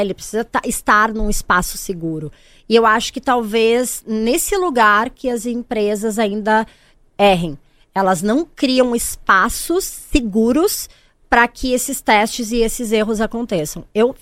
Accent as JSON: {"language": "Portuguese", "region": "Rio Grande do Sul", "country": "Brazil", "said": "Eu sou gaúcha, né, como todos puderam perceber pelo meu sotaque."}